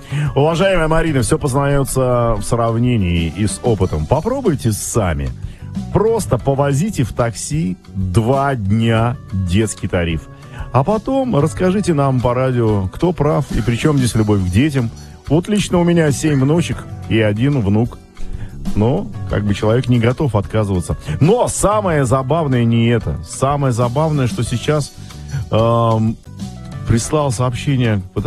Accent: Vladimir, Vladimir Oblast, Russia; Так, я из Владимира, города, было сообщение, я почему-то его потерял

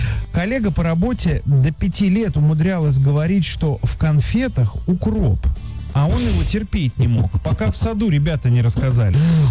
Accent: Bryansk, Bryansk Oblast, Russia; мы ездили там из Брянска в Курск к бабушке

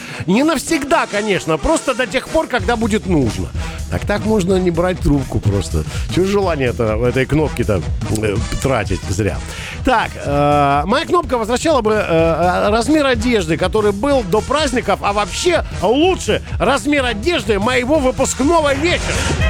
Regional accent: Rostov Oblast, Russia; мы выросли на Дону

